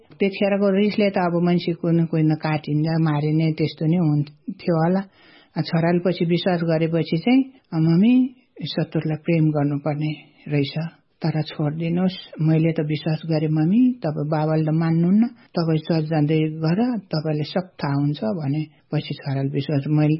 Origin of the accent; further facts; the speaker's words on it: Sindhupalchok, Bagmati, Nepal; मेरो गाउँ घर चाहिँ सिन्धुपाल्चो हो।